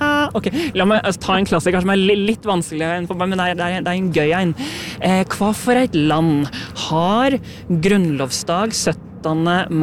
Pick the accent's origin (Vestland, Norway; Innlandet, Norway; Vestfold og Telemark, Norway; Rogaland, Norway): Vestfold og Telemark, Norway; Kviteseid; now in Oslo, Norway; Jeg stilte i Vest-Telemarks bunad med rundtrøye, er det fulle navnet på den, for jeg er fra Kvitsøy i Vest-Telemark.